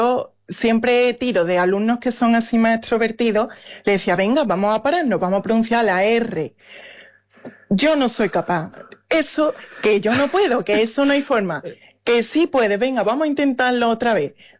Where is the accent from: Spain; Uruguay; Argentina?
Spain; moved away as an adult; now in United States